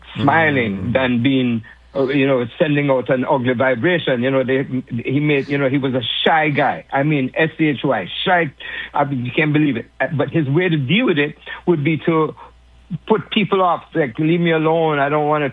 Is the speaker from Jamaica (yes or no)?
yes; Jamaica; When you play the calypso music, as I grew up in Jamaica, and a lot of it came from Trinidad